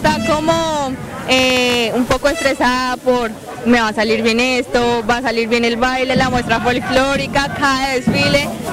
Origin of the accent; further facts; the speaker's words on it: Huila, Colombia; todo mi pueblo Pitán